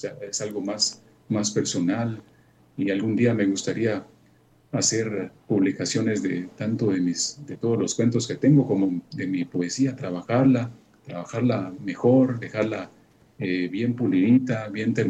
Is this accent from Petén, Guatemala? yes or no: no; Amatitlán, Guatemala Department, Guatemala; yo como soy de Amatitlán